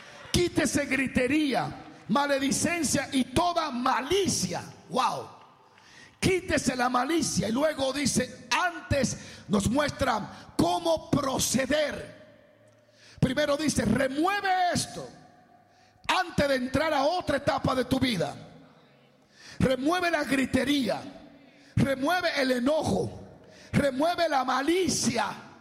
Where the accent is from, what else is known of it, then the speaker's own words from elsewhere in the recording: Dominican Republic; como los dominicanos gritamos tan fuerte